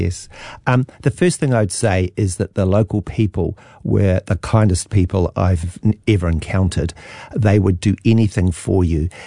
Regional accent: Waiheke Island, Auckland, New Zealand; So I was a young lad growing up on Waiheke before Waiheke became famous. And then it was a community of about 4,000 people. The only access to Auckland was by a slow ferry, 2.5 hours each way. So we sort of stayed on Waiheke.

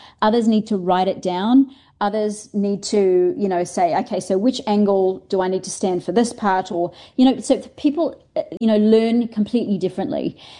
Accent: Australia; now in New Zealand; I call it lobster being Australian

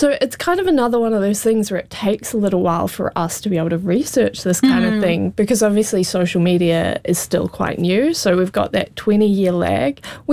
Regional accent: New Zealand; we, as New Zealanders

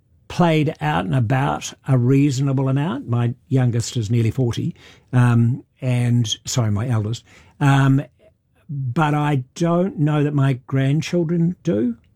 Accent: Bay of Plenty, New Zealand; I was brought up in the Bay of Plenty

